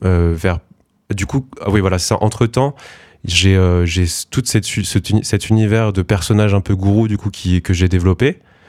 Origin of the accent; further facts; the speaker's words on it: Nantes, Pays de la Loire, France; Et du coup, moi, je viens à la base de Nantes, okay. Un peu de la Bretagne.